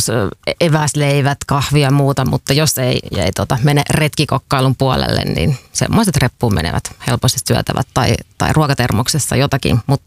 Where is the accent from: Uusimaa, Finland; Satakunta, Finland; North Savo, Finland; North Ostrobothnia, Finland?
Uusimaa, Finland; Nurmijärvi; Nurmijärven Rajamäestä.